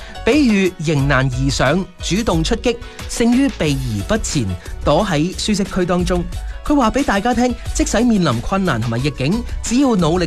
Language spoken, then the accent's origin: Cantonese; Guangdong, China; 我哋广东人好务实、好拼搏嘅精神啊！